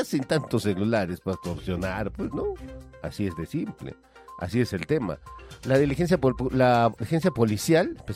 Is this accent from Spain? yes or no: no; Peru